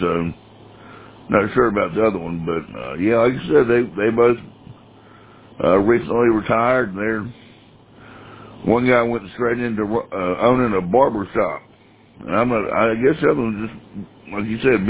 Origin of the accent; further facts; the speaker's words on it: North Carolina, United States; moved away as an adult; also born or lived in Charleston, South Carolina; now in Oklahoma, United States; I grew up in North Carolina. And I don't remember them having Publix in North Carolina.